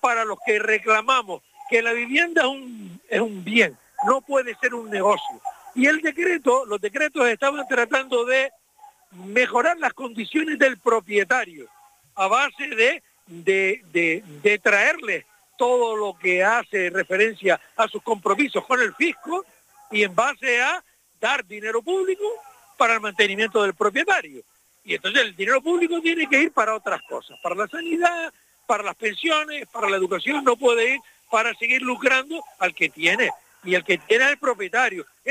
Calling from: Canary Islands, Spain; Y somos canarios, y yo soy canario como tú

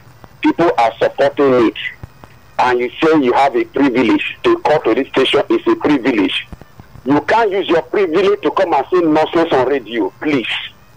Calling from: Abuja, Federal Capital Territory, Nigeria; calling from Abuja.

